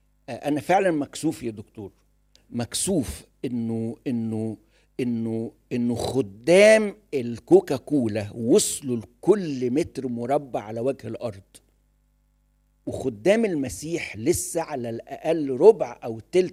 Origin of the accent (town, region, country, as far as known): Egypt